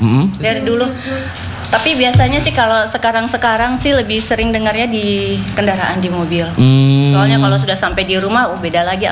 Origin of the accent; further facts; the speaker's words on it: Sorong, Southwest Papua, Indonesia; born there; Saya lahir di Sorong.